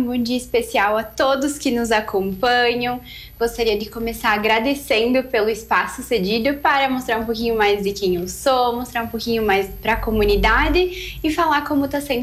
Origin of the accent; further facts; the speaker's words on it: Garibaldi, Rio Grande do Sul, Brazil; Fui criada pelos meus avós aqui em Garibaldi